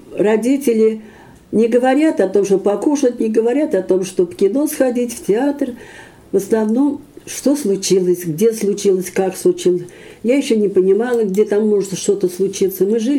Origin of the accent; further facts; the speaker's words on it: Moscow, Russia; born there; Родилась я в Москве, в нашем любимом городе, в 1940 году, 28 января.